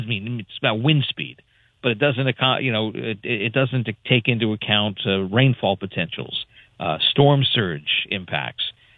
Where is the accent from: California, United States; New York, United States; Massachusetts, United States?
New York, United States; New York City; I grew up in the New York City area